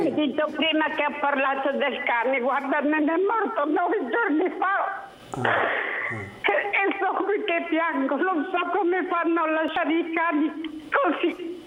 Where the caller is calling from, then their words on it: Genoa, Liguria, Italy; io sono da Pra.